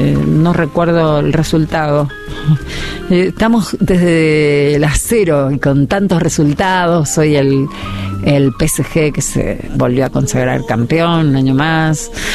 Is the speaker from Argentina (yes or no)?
yes; Santa Clara de Saguier, Santa Fe, Argentina; de Santa Clara de Saguier.